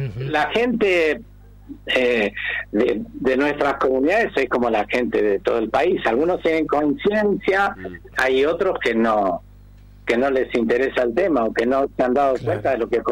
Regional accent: Argentina

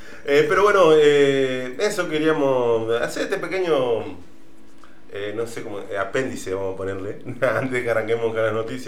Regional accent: Argentina; Estamos hablando de nosotros como sociedad argentina.

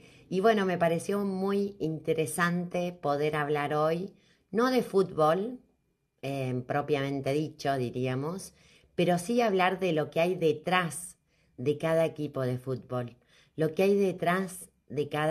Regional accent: Argentina; yo soy argentina

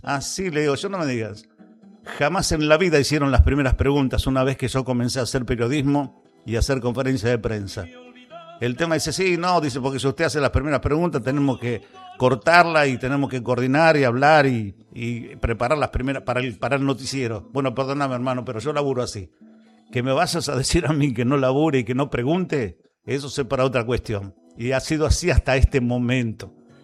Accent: Bragado, Buenos Aires Province, Argentina

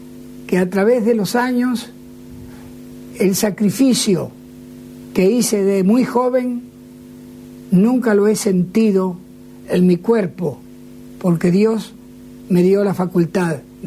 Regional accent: Argentina; pude conocer otros países tan, tan hermosos como este, pero no tan querido para mí como mi Argentina.

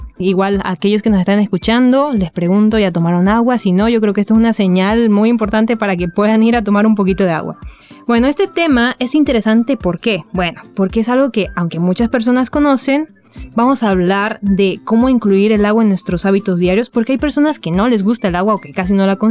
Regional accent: Mexico; soy licenciada en nutrición, vengo desde México

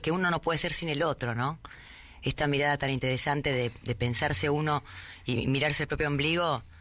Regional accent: Los Surgentes, Córdoba, Argentina; en mi pueblo, que hoy son 1.500 habitantes, en el sudeste cordobés, se llama Los Urgentes, muy pequeñito, siempre lo fue.

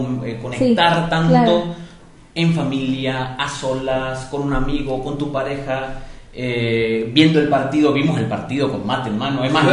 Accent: Venezuela; accent: Venezuelan; moved away as an adult; now in Argentina; como podrán escuchar por mi acento, soy venezolano.

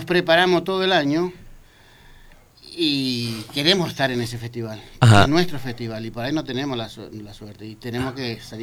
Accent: Estación Sosa, Entre Ríos, Argentina; now in Paraná, Argentina; yo soy de Estación Sosa, pero estoy en Paraná.

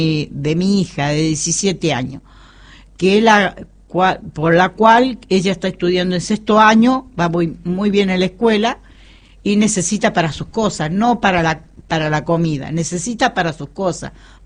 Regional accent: Buenos Aires, Argentina; Yo vine de Buenos Aires.

